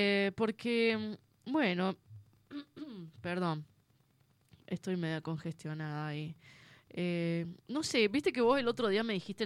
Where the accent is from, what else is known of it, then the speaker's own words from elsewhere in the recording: San Luis, Argentina; Bueno, no sé qué acento tendremos, pero somos bien puntanos.